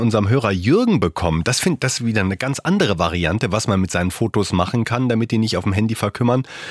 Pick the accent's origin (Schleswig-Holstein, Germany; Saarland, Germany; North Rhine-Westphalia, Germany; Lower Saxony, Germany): Saarland, Germany; Saarbrücken; ich komme ja auch aus Dudweiler.